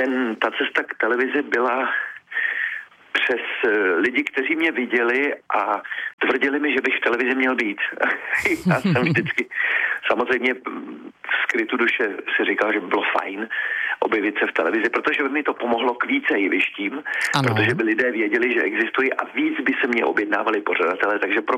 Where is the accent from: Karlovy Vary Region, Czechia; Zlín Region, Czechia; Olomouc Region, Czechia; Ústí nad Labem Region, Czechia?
Ústí nad Labem Region, Czechia; Most; já jsem z Mostu a hrdě prohlašuji, že jsem kluk z Koneční